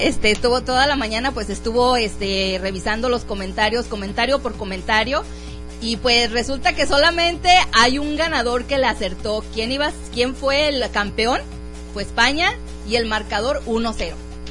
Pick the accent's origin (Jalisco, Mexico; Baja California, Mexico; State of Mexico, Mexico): Jalisco, Mexico; moved away; de allá somos de Jalisco